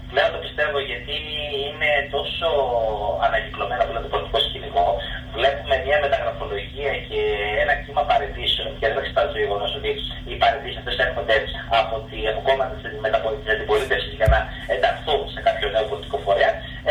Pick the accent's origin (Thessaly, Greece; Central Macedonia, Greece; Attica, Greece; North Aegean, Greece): Central Macedonia, Greece; Thessaloniki; γιατί είμαι Θεσσαλονίκος και πρέπει να πενέψω την πόλη μου